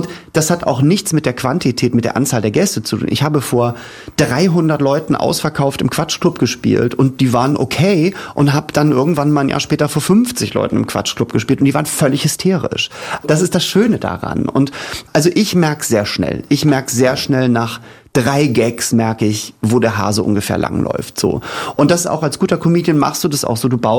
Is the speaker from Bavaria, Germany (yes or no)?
no; Hamburg, Germany; Ich komme aus Hamburg